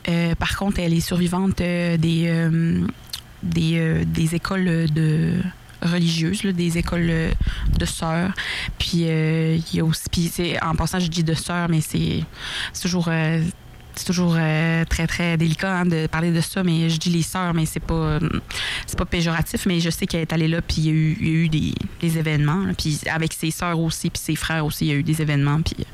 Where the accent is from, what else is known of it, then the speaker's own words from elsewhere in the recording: Saguenay, Quebec, Canada; also born or lived in Pessamit; on a été élevés, nous, au Saguenay, à Chicoutimi.